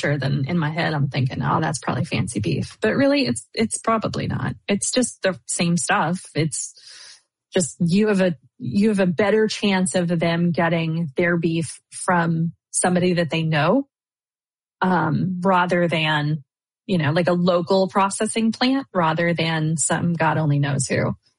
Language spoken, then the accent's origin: English; Oklahoma, United States; I'm from Oklahoma, so I've got friends and family who are ranchers